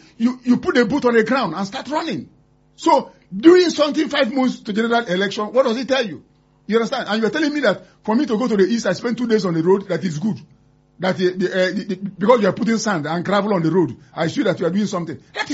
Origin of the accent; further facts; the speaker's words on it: Nigeria; I'm a Nigerian and I love this country.